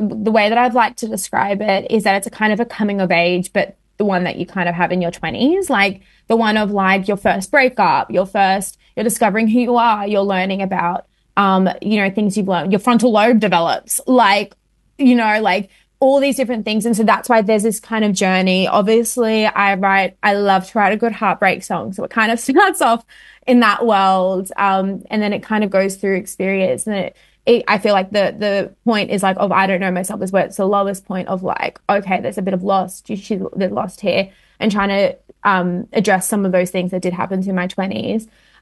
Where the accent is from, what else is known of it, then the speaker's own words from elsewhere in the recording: Sydney, New South Wales, Australia; Without knowing that I was from Western Sydney